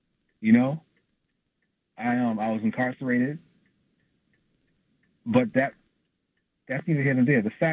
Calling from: New York, United States; from the Bronx.

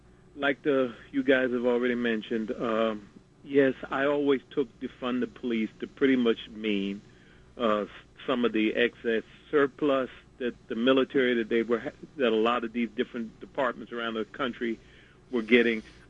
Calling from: New York City, New York, United States

